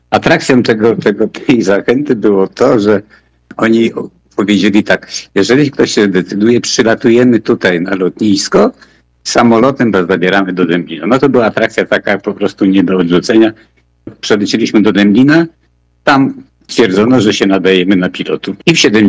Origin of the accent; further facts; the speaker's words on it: Kraków, Lesser Poland, Poland; Pochodzę z Krakowa.